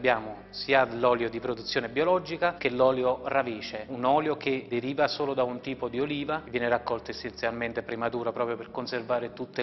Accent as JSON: {"language": "Italian", "town": "Taurasi", "region": "Campania", "country": "Italy", "tie": "born or raised there", "said": "Taurasi è il mio paese di origine, è il paese a cui sono molto legato, è un paese che vorrei che risuonasse così come il nome fa."}